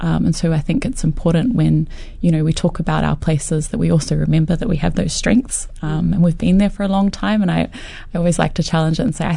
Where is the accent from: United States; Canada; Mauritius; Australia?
Australia; born there; So I was born in Australia and we grew up away from Kiribati